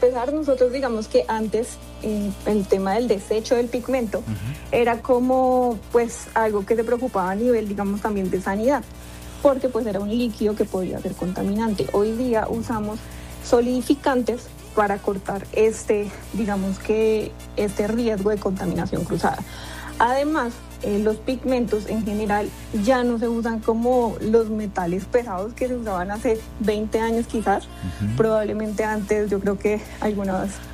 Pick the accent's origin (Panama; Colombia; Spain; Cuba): Colombia